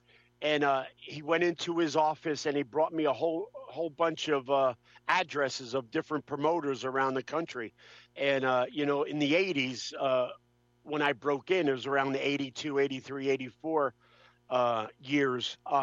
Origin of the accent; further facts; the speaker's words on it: Ocean County, New Jersey, United States; Born and raised in New Jersey, Ocean County, New Jersey.